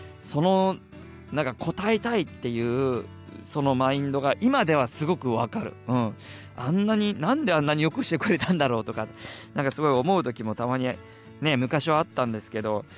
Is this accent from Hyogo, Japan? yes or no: no; Urawa, Saitama, Japan; 地元埼玉浦和にあります埼玉会館小ホールにて、この場所では3度目のワンマンライブでございます。